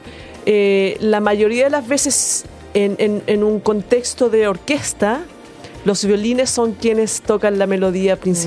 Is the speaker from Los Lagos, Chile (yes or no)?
no; Concepción, Biobío, Chile; also born or lived in United States; Yo soy de Concepción